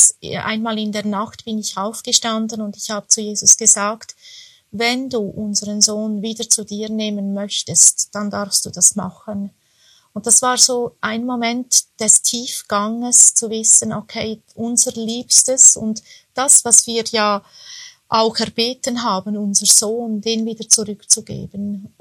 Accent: Switzerland; accent: Swiss; ich komme aus der Schweiz, was unschwer zu erkennen ist an meiner Aussprache.

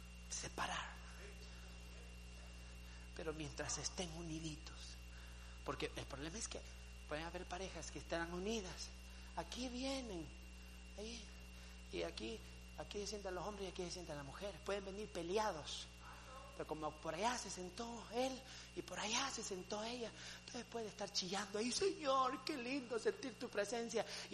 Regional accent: El Salvador; moved away; Allá en El Salvador, los que venimos de Centroamérica, limpiamos.

